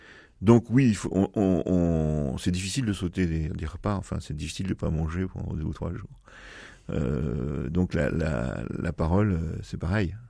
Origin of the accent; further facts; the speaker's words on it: France; born there; je suis né en 1960, donc je suis né dans une France qui était sociologiquement encore chrétienne.